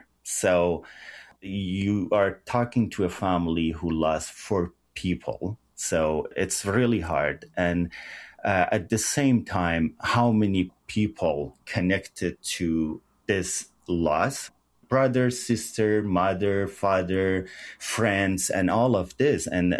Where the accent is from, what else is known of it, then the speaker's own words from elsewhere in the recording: Sanandaj, Kurdistan, Iran; moved away; My brother called me from San Andej, my hometown, Sna